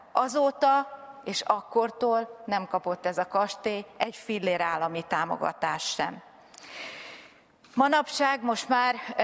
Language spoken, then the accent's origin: Hungarian; Ráckeve, Pest, Hungary; Ennek a kastélynak a falai között generációk, köztük én is ott nőttem föl.